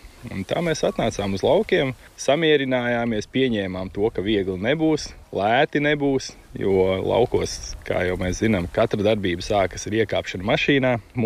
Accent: Zosēni, Vidzeme, Latvia; born there; also born or lived in Cēsis, Latvia; Es esmu dzimis Zosainos, mācījies vēl tajā Pētera pamatskolā, kur šobrīd jau ir likvidēta, un mēs esam šobrīd tur izveidojuši biedrības telpas, bet ģimene pārcēlās uz Cēsīm, jo šeit kā jau lauki izmira lēnām. Tas bija 90. beigas.

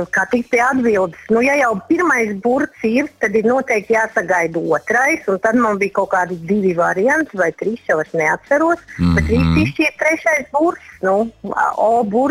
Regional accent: Sigulda, Sigulda Municipality, Latvia; born there; now in Valmiera, Latvia; Mēs no Siguldas braucām uz Aloju

